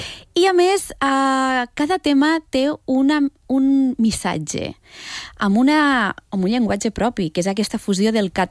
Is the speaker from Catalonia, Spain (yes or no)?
yes; Catalonia, Spain; born there; I soc catalana, de cor, perquè jo he nascut aquí.